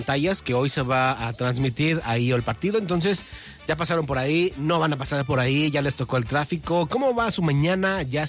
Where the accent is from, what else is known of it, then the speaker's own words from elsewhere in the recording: Mexico; nosotros como mexicanos